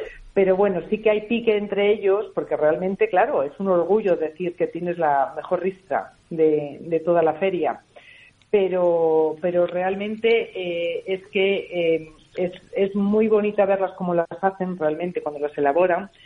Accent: San Miguel de las Dueñas, Castile and León, Spain

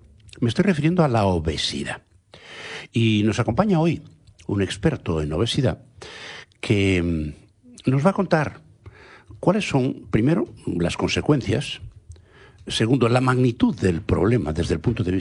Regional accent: Galicia, Spain; first language Galician; Spanish is a second language; mi lengua materna, el gallego

